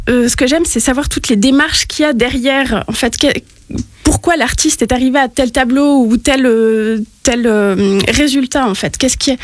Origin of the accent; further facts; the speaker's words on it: Switzerland; moved away as an adult; now in Vendée, France; En fait, à la base, je suis professeure des écoles en Suisse, donc j'ai grandi en Suisse.